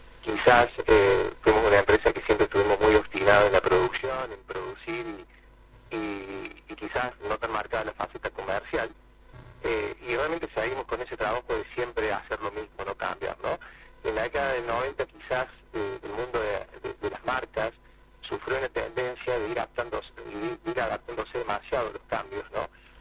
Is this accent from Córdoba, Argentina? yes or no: yes; Córdoba, Argentina; Nosotros somos de Alta Córdoba. Salimos estando donde nacimos, sí. Así bueno, desde acá no nos hemos movido, digamos.